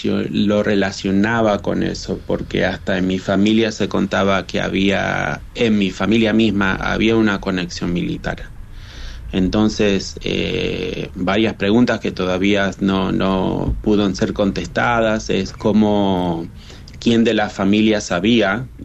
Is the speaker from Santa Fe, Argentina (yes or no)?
yes; Villa Gobernador Gálvez, Santa Fe, Argentina; now in Dallas, United States; Los dos crecimos en Villa Bernador Gálvez